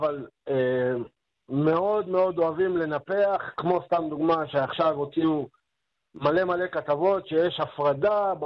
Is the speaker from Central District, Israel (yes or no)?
no; Arad, Southern District, Israel; אני תושב ערד, מזה 52 שנים, נולדתי פה.